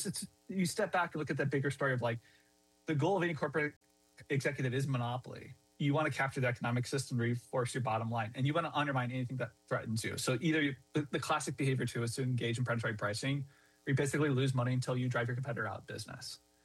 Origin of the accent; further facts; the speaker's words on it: Iowa, United States; Like I'm from Iowa.